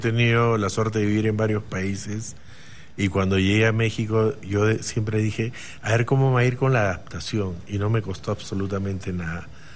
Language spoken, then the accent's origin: Spanish; Cusco, Peru; Yo soy cusqueño